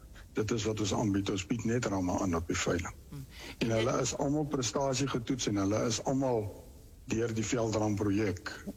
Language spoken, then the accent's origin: Afrikaans; Northern Cape, South Africa; Ek is van die Noord-Kaap, ek boer in die Prieska omgewing.